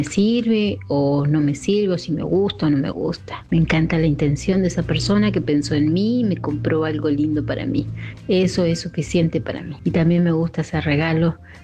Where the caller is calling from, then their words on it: General Roca, Río Negro, Argentina; es la primera vez que te envío un mensaje. Soy de General Roca, Río Negro.